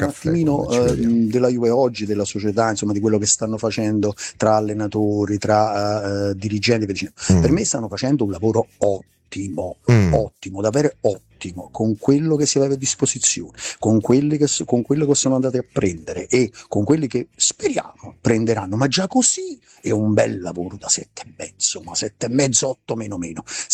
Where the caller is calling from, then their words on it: Bariano, Lombardy, Italy; da Bariano.